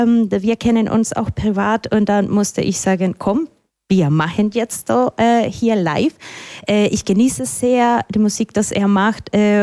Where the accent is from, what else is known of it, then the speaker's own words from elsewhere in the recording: Colombia; German is a second language; also ich komme aus Kolumbien, nicht so weit weg von Nicaragua